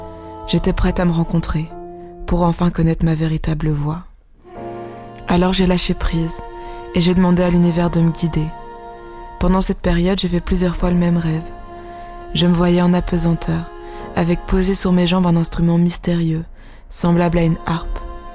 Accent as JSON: {"language": "French", "country": "Cameroon", "said": "Chez moi, au Cameroun. Ça faisait 10 ans que j'étais plus venue. Je me souviens des couchers de soleil sur la cité des palmiers, de la citronnelle de ma grand-mère, du maïs braisé en route vers le village."}